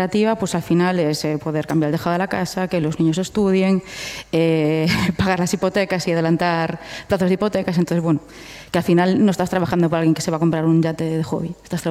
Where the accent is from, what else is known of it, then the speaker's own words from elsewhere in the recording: Vilagarcía de Arousa, Galicia, Spain; Tenemos el referente de donde yo soy, de Vila García de Arousa, y y empecé por el tema de quesos, yogures y todo esto